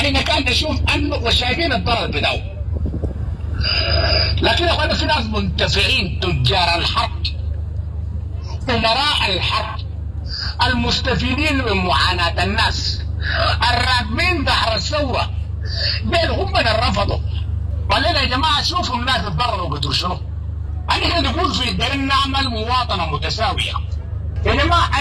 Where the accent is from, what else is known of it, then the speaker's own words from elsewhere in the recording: Sudan; يعني جذور الأزمة أنه ما بحثنا كسودانيين، السودانيين يقعدوا